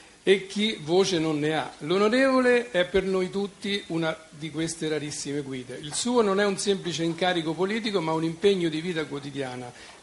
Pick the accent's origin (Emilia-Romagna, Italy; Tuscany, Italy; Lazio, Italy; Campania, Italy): Lazio, Italy; Bomarzo; Sono nato e cresciuto a Bomarzo e affondo le mie radici nel cuore della provincia di Viterbo